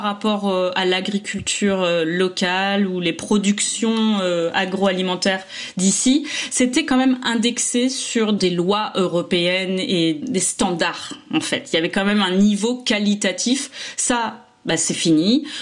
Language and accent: French; France; now in United Kingdom; Bon, moi je suis britannique d'adoption, mais en tout cas une chose est sûre, c'est que moi en tant que française, le fromage n'existe plus.